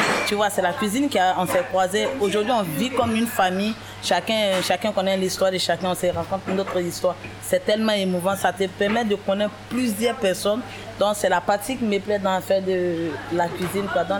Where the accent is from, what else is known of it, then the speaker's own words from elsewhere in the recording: Côte d’Ivoire; now in France; je suis ivoirienne.